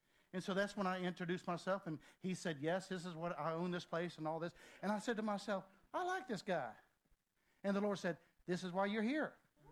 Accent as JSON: {"language": "English", "town": "Helltown", "region": "Virginia", "country": "United States", "said": "I'm a preacher from Helltown, Virginia. This place used to be documented Helltown."}